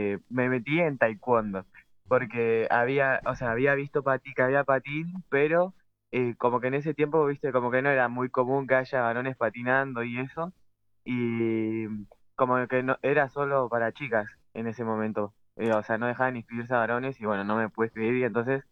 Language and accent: Spanish; Ciudad Evita, Buenos Aires Province, Argentina; yo soy de Ciudad Evita de La Matanza, pero en el barrio de mi abuela, Isidro Casanova